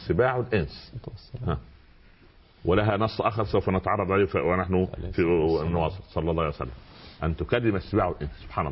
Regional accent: Egypt; عندنا في مصر مثال لطيف يقول لك ايه

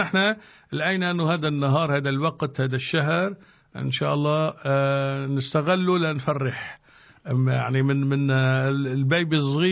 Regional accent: Tripoli, North Governorate, Lebanon; now in Australia; شافني وعرفني من طرابلس

